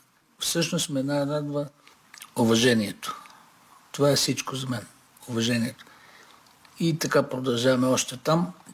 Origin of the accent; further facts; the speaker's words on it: Oshtava, Blagoevgrad Province, Bulgaria; moved away as an adult; also born or lived in Kyustendil; now in London, United Kingdom; Роден съм 1960 година в село Ощава. Първите 15 години минаха там до 8 клас.